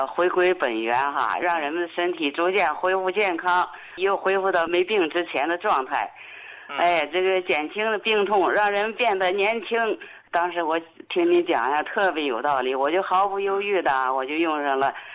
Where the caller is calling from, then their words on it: Harbin, Heilongjiang, China; 我是哈尔滨的患者。